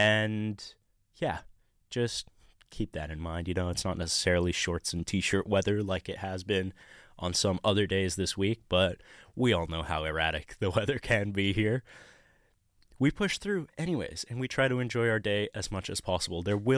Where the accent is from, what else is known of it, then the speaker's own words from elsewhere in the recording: Cairo, Cairo Governorate, Egypt; now in Australia; my hometown of Cairo in Egypt.